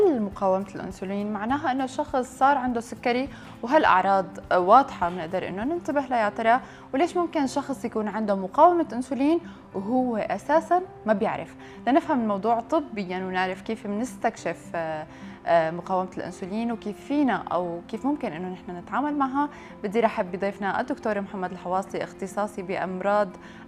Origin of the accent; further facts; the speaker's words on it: Syria; كسوريين قلبنا على بلدنا